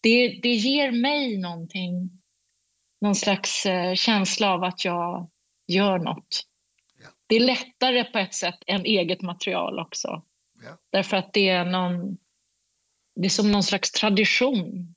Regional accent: Sweden; han är från Kanada och jag är från Sverige

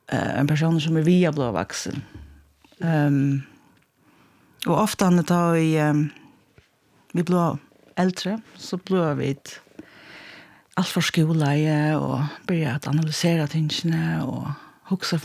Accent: Klaksvík, Faroe Islands; jeg er oppvaksen i Klaksvøk

